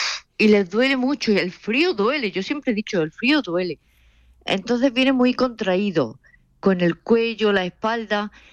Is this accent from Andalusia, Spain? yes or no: yes; Jaén, Andalusia, Spain; moved away; Yo soy andaluza, soy de Jaén, pero ya llevo aquí muchos años. Ya hace años que estoy aquí.